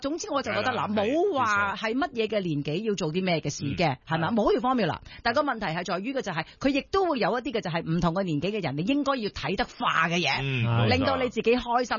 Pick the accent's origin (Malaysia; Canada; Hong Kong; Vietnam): Hong Kong; 同我哋香港人打打氣嘅一個指數啦